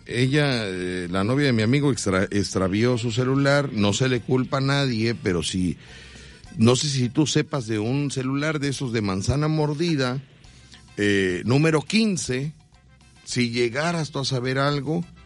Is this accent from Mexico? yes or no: yes; Mexico; Como mexicanos tenemos que ayudarlos